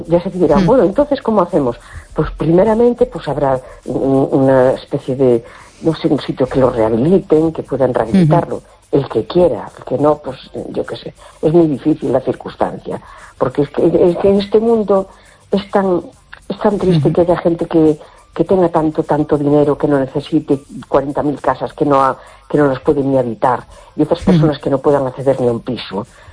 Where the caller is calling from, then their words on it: A Coruña, Galicia, Spain; Hola, buenas noches … de La Coruña.